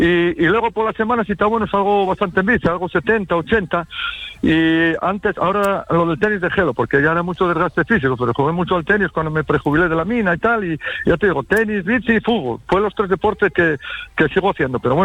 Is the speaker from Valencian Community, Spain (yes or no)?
no; Turón, Asturias, Spain